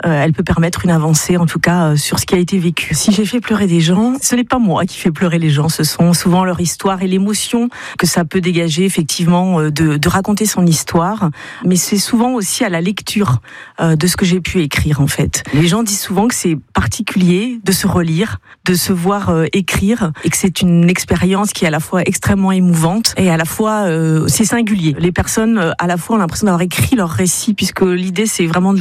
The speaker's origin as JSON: {"language": "French", "town": "Parigné-l'Évêque", "region": "Pays de la Loire", "country": "France", "tie": "born or raised there", "also_born_or_lived": "Le Mans"}